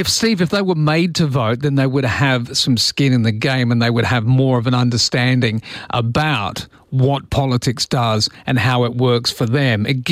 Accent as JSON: {"language": "English", "town": "Perth", "region": "Western Australia", "country": "Australia", "tie": "born or raised there", "said": "Because I remember looking at the front page of the newspaper when I was growing up in Perth at the age of 15 or 16"}